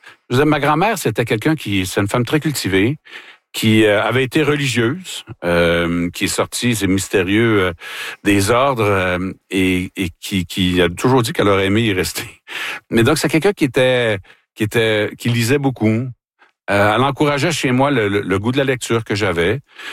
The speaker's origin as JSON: {"language": "French", "town": "Sorel", "region": "Quebec", "country": "Canada", "tie": "born or raised there", "said": "Oui, parce que moi, j'ai grandi à Sorel."}